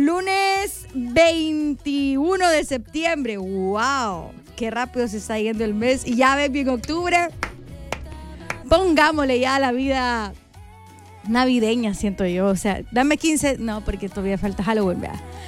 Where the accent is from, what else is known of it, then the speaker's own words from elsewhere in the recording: Soyapango, San Salvador, El Salvador; yo crecí en Soya Bronx.